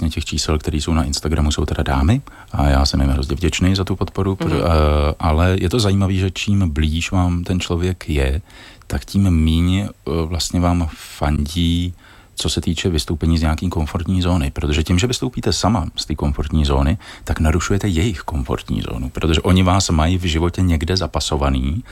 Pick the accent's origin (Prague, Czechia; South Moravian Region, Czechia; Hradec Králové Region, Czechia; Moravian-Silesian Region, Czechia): Prague, Czechia; A tak jsem chtěl zkusit, jestli to jde v mé rodilé Praze, protože já jsem vlastně z Vršovic od Edenu.